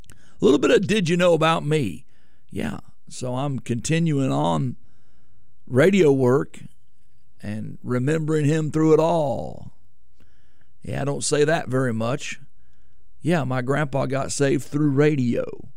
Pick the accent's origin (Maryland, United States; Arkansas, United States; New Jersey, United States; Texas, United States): Arkansas, United States; Omaha; also born or lived in Canada / Minnesota; so I was born in Canada. Did you know my family is from Missouri, Arkansas area, right on the border? I'm from Omaha, Arkansas. Did you know that my mom's side of the family's from Kansas, Wichita, Kansas, Newton, Kansas, Augusta area?